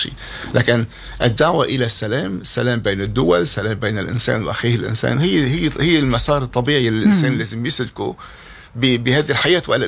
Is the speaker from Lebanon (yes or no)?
yes; Lebanon; نحن عهدنا هو نكون كلبنانيين مع بعضنا البعض،